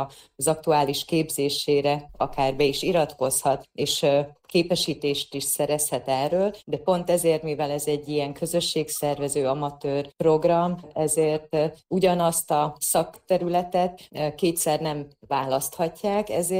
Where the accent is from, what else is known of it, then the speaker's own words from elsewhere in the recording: Zakarpattia Oblast, Ukraine; hát az elmúlt napokban otthon Kárpátalján a szürtei rendezvénytermünkben tartottuk meg az évadzáró szakkör kiállítást